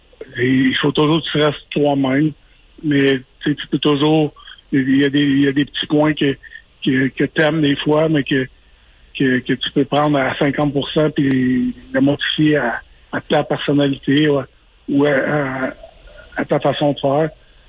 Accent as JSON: {"language": "French", "region": "Quebec", "country": "Canada", "moved": "yes", "said": "étant donné que je suis Québécois"}